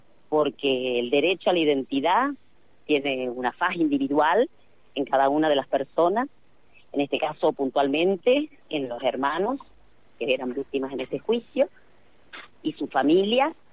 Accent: Argentina; todos como sociedad argentina

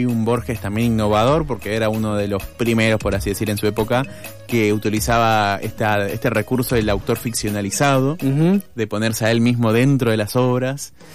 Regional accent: Buenos Aires, Argentina; ser orgullosamente argentinos y porteños

